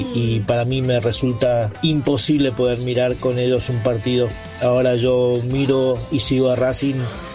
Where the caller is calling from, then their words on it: Formosa, Argentina; de Formosa.